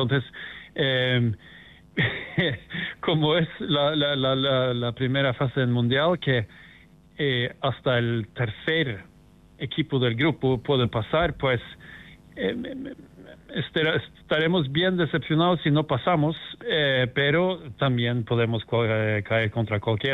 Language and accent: Spanish; Norway; Spanish is a second language; voy a estar en mi país, en Oslo, en Noruega, donde vivo yo.